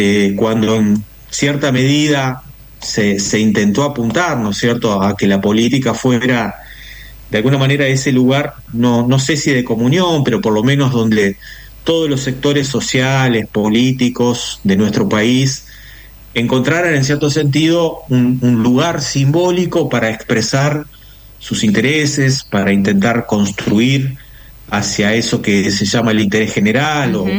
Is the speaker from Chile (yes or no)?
no; Argentina